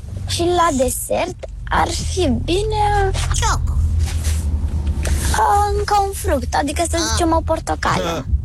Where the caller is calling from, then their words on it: Bucharest, Romania; din București, am 9 ani.